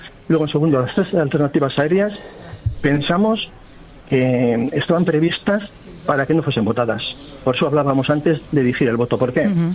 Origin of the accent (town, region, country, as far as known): Basque Country, Spain